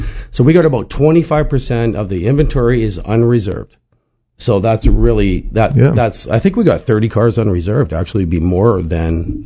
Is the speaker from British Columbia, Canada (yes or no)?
no; Saskatoon, Saskatchewan, Canada; I remember when I grew up here in Saskatoon in the 1970s, I'd see the muscle cars everywhere.